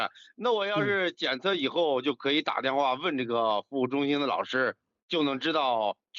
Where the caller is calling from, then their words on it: Hebei, China; 我是河北的一个听众。